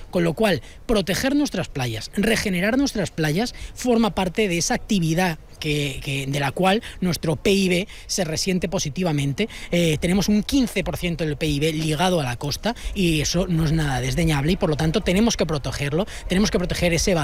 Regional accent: Spain; Por lo tanto, vamos a perder, como españoles, vamos a perder mucho dinero

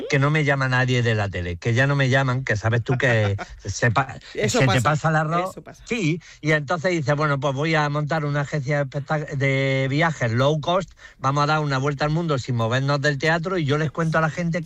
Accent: Jaén, Andalusia, Spain; bueno, no soy políglota, soy de Jaén

